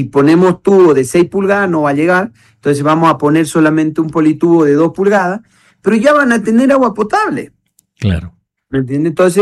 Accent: Oriente, Bolivia; now in El Alto, Bolivia; Yo que vengo del Oriente

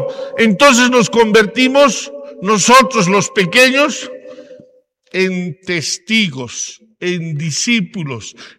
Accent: La Paz, Bolivia; como buenos franciscanos, como buenos paceños, como buenos bolivianos

